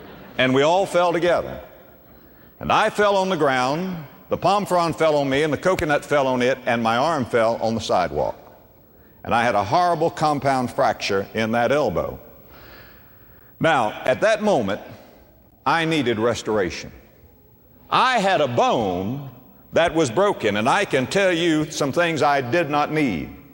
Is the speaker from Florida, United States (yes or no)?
yes; Florida, United States; I was raised in Florida. And down where I was raised, coconuts grow.